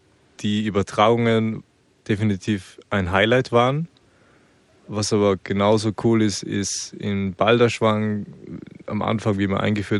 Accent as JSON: {"language": "German", "country": "Austria", "moved": "yes", "lives_now": "Germany", "said": "auch für mich als ursprünglich Österreicher, Deutschland ein bisschen kennengelernt."}